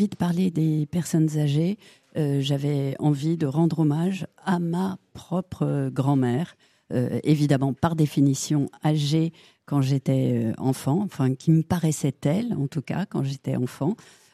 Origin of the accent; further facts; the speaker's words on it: Nantes, Pays de la Loire, France; also born or lived in Pornic; Moi, je suis née à Nantes et j'ai passé mon enfance entre Nantes, où mes grands-parents travaillaient au Théâtre Gralin, et Pornic, où donc mes autres grands-parents, paternels, ceux-là, étaient de petits commerçants.